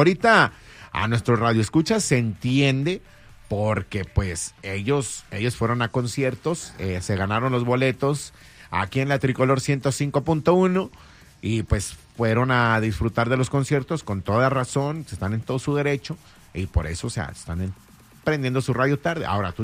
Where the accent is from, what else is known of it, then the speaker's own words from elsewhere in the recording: Las Vegas, Nevada, United States; somos de Las Vegas.